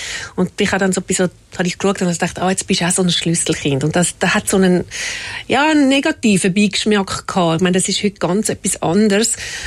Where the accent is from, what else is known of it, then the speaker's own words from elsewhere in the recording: Horgen, Zurich, Switzerland; Ich bin in Horgen aufgewachsen.